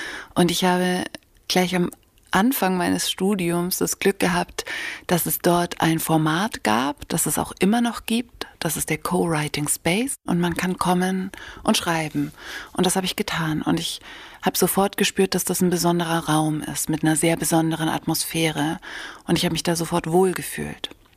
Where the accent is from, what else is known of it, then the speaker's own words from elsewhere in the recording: Bavaria, Germany; Ich bin 1984 im Allgäu geboren und dort auch aufgewachsen mit zwei Brüdern.